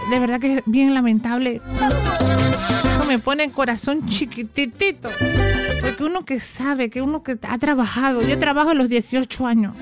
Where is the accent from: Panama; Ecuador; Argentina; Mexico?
Panama; Uno los entiende como panameño